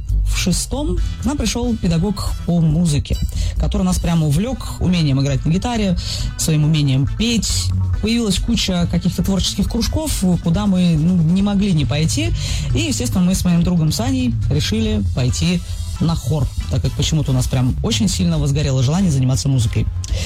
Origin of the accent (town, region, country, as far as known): Kaliningrad Oblast, Russia; born or raised there